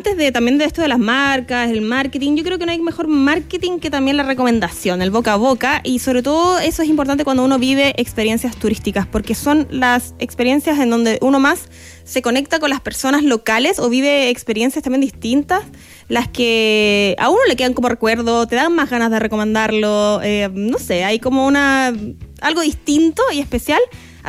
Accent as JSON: {"language": "Spanish", "town": "Pirque", "region": "Santiago Metropolitan Region", "country": "Chile", "said": "bueno, yo soy de Pirque."}